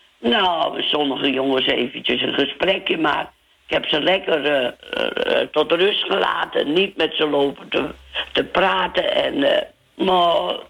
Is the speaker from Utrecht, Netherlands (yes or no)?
no; Muiden, North Holland, Netherlands; Nou, niet van de Volendam, maar wel van de Muiden.